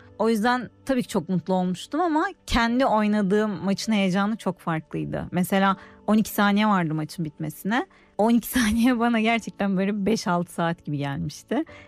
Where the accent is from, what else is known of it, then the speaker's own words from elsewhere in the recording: Istanbul, Turkey; born there; 1990 yılında İstanbul'da doğdum.